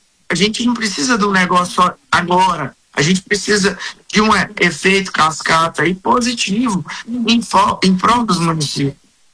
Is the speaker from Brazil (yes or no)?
yes; Goiás, Brazil; nós somos goianos